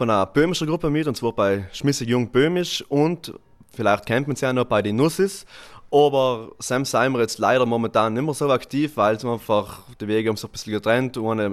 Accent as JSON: {"language": "German", "town": "Naturns", "region": "Trentino-Alto Adige", "country": "Italy", "said": "ich komme aus Naturns"}